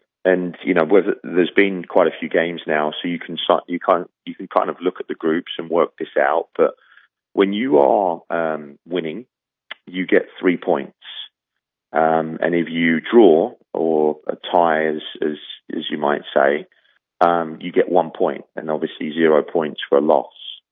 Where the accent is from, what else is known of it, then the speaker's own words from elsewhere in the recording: England, United Kingdom; as an Englishman